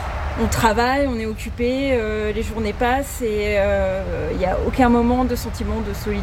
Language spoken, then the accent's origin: French; Brittany, France; also born or lived in Paris; now in Les Deux Alpes area, France; Moi, je viens de Bretagne.